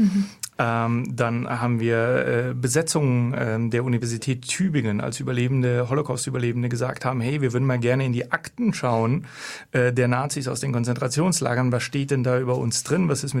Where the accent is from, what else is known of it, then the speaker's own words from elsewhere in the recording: Bulgaria; moved away; Also ich bin in Bulgarien geboren, in Bulgarien aufgewachsen, ich habe die bulgarische Staatsbürgerschaft. Und man muss mich nicht in die bulgarische Struktur integrieren. Also ich fühle mich bulgarisch